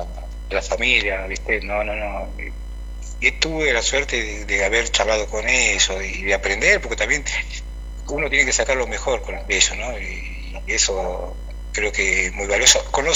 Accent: Embarcación, Salta, Argentina; moved away; poder estar nuevamente acá viviendo en mi patria chica

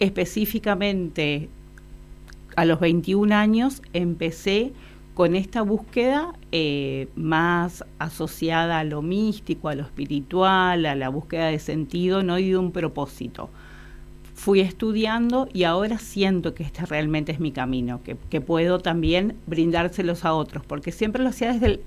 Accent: Ituzaingó, Corrientes, Argentina; me crié en un lugar, en Ituzaingó, en Corrientes, donde había mucho intercambio de gente, mucha gente que me nutrió el alma

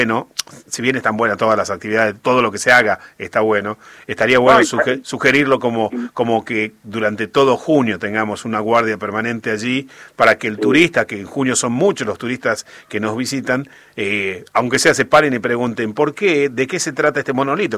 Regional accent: Salta, Argentina; Somos bien salteños.

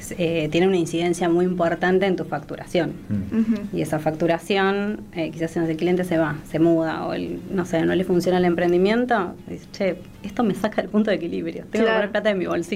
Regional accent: Argentina

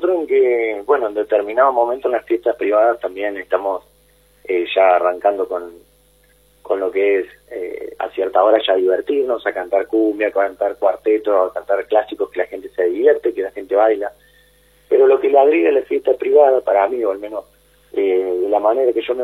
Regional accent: Córdoba, Argentina; dirás que es porque soy del sur de Córdoba

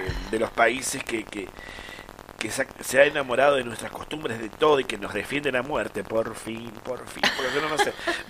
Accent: Argentina

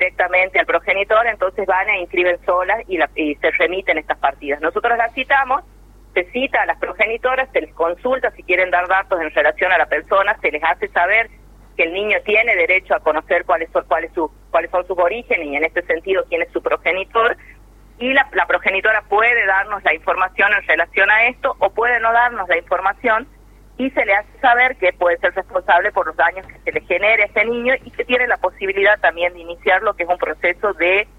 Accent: Tartagal, Salta, Argentina; estamos los de Tartagal

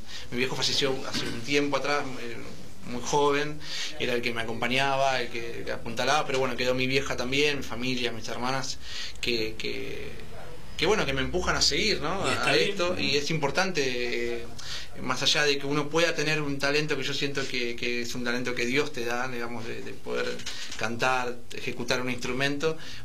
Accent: Manuel Alberti, Buenos Aires Province, Argentina; born there; esa es en Pilar, Manuel Alberti, más precisamente. Ahí tenemos nuestro lugar, hace más de 30 años que vivo ahí

